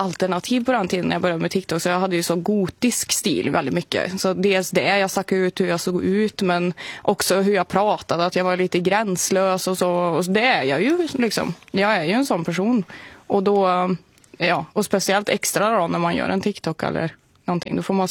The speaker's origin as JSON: {"language": "Swedish", "region": "Värmland", "country": "Sweden", "said": "jag är från Värmland liksom"}